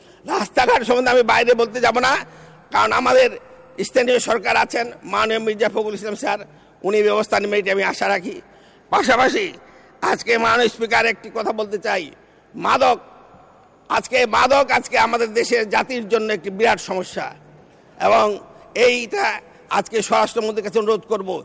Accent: North Bengal, Bangladesh; আমার বাড়িও যদিও দক্ষিণবঙ্গে না উত্তরবঙ্গে, আমরা উত্তরবঙ্গের লোক

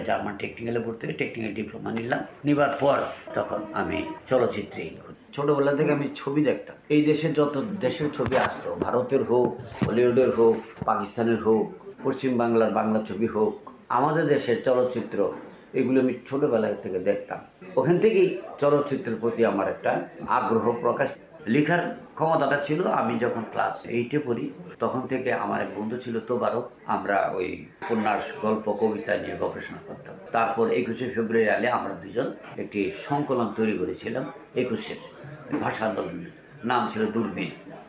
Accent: Brahmanbaria, Chittagong Division, Bangladesh; আমার বাড়ি ব্রাহ্মণবাড়ি

